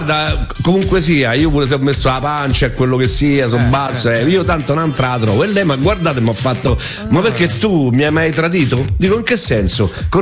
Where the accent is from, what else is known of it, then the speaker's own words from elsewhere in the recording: Rome, Lazio, Italy; a noi romani non interessa